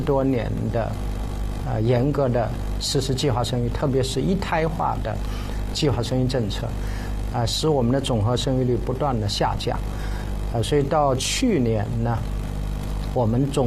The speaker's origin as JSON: {"language": "Chinese", "country": "China", "said": "我们中国人"}